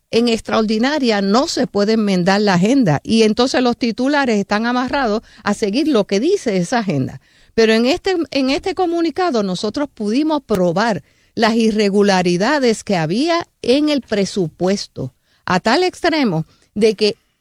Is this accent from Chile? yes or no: no; Yauco, Puerto Rico; moved away; Yo vengo de Yauco, en donde todos los problemas se resuelven en poco tiempo.